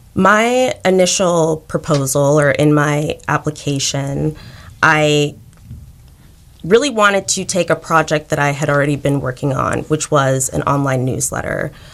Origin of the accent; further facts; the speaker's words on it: United States; I'm Nigerian American, so that is what I'm using in my book binding.